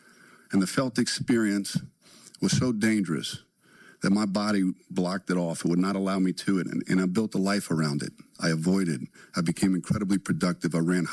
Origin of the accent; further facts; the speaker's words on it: Belle Chasse, Louisiana, United States; I come from southern Louisiana, born and raised in Belchase.